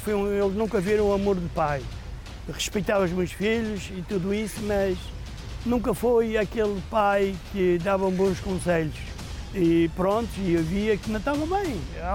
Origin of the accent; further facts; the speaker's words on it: Funchal, Madeira, Portugal; now in Lisbon, Portugal; Eu sou natural do Funchal